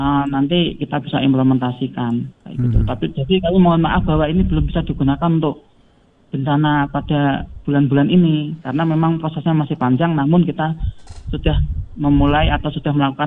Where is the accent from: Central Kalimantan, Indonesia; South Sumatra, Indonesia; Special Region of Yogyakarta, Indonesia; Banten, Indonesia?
Central Kalimantan, Indonesia; Palangka Raya; kita sebagai warga Palangkaraya